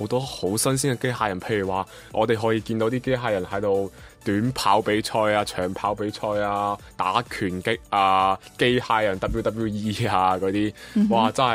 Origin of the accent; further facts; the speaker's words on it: Macau; Hello， 大家好，